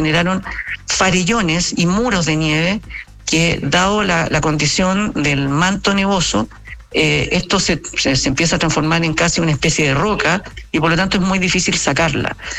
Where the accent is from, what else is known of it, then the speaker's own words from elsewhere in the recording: Chile; debemos estar orgullosos como chilenos